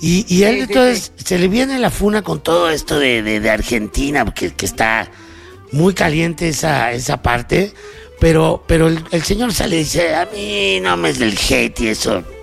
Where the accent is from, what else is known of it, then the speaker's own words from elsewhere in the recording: Mexico; sabemos que acá en México los más haters somos los mexicanos